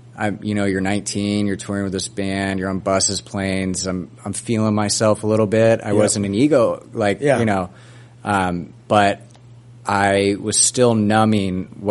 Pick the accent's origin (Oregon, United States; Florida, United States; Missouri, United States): Florida, United States; I'm from Florida.